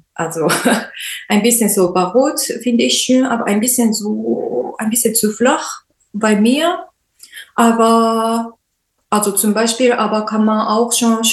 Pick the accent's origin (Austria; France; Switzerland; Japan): Japan; now in Germany; Und ich wollte eigentlich in meiner Heimat also weiter wohnen, aber bei ihm war es ein bisschen schwierig, also in Japan zu wohnen